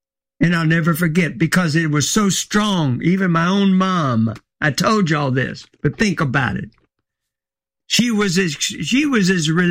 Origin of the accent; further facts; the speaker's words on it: Baton Rouge, Louisiana, United States; moved away; I was invited in my hometown of Baton Rouge to preach.